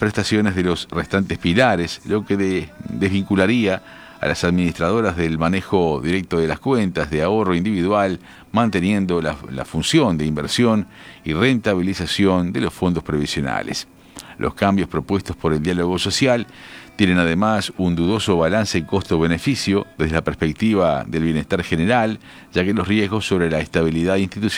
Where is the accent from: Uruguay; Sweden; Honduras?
Uruguay; Montevideo; las conductas que uno espera como montevideano que desarrollen para que todos contribuyamos a un Montevideo más limpio